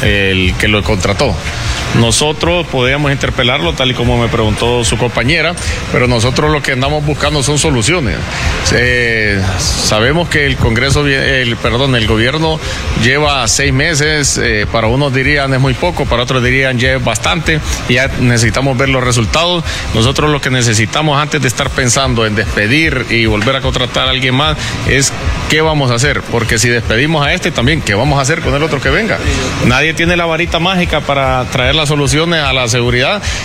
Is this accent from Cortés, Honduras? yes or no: yes; Cortés, Honduras; Yo soy de Cortés